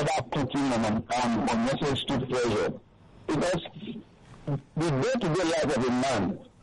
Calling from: Abuja, Federal Capital Territory, Nigeria; I'm calling from Abuja.

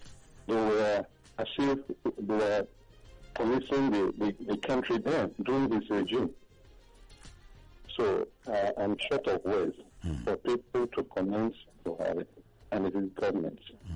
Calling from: Lagos, Nigeria; I'm from Lagos.

